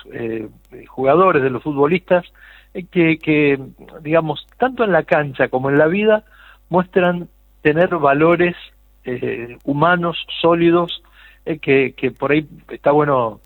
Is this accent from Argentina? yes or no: yes; Argentina; O sea, ya no somos, en estos días no somos de River, de Boca, de... no sé, de Independiente, de Racing, de Central o de Newell's, sino que somos todos argentinos, ¿no es cierto?